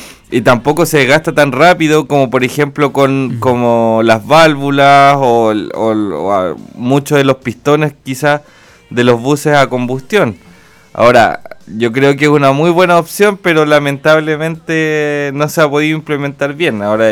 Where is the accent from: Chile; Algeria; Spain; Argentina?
Chile